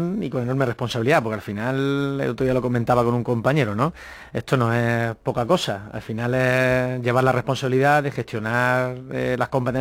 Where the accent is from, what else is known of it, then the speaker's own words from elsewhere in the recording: Jaén, Andalusia, Spain; Yo, que soy súper de Jaén